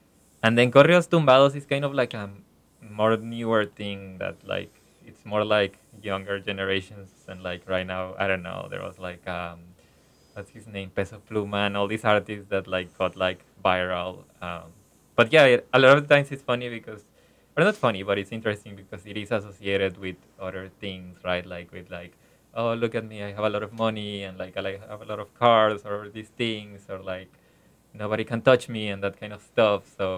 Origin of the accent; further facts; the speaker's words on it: Monterrey, Nuevo León, Mexico; moved away; my hometown in Monterrey.